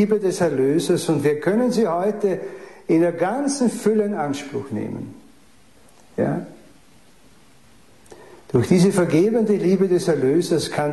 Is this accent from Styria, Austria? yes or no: yes; Styria, Austria; also als Steirer, wissen Sie, das ist ja unglaublich.